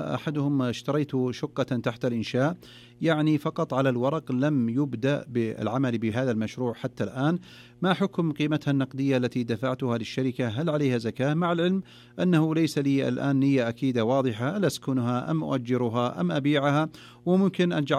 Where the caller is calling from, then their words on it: Riyadh, Riyadh Province, Saudi Arabia; من الرياض